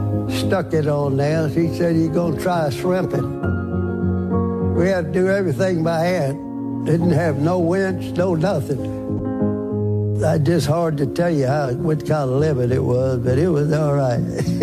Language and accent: English; Galveston, Texas, United States; born there; In 1933, I was born in Galveston.